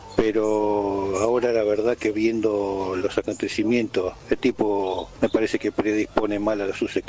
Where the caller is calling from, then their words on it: Los Hornos, Buenos Aires Province, Argentina; ¿Qué tal, Fútbol Continental? … de Los Hornos.